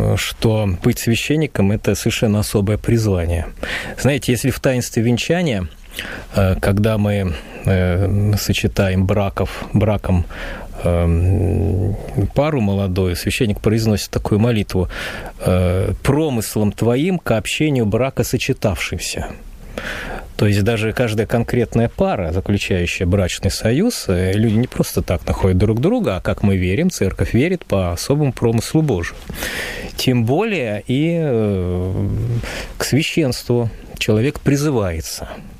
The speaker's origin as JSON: {"language": "Russian", "region": "Saint Petersburg", "country": "Russia", "tie": "born or raised there", "said": "Я вырос в Санкт-Петербурге"}